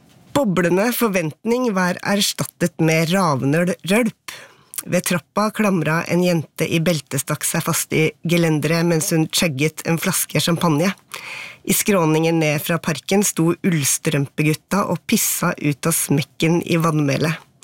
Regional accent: Buskerud, Norway; Jeg er født og oppvokst i Hallingdal.

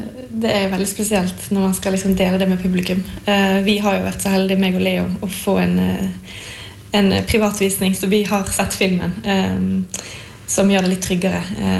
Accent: Vestland, Norway; accent: Bergen; Ja, jeg snakker jo bergensk til vanlig.

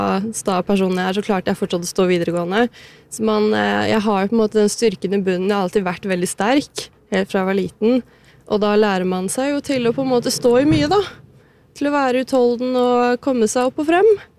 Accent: Flisa, Innlandet, Norway; moved away as an adult; now in Oslo, Norway; Jeg er fra Flisa, midt mellom Elverum og Kongsvinger, og så har jeg havnet i byen da. Jeg har alltid vært litt mer urban av meg, så jeg trives veldig godt her.

